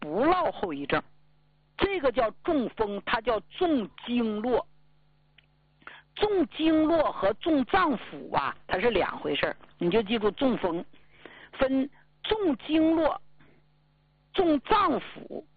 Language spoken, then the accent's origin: Chinese; Jilin, China; 就咱们家乡就吉林呐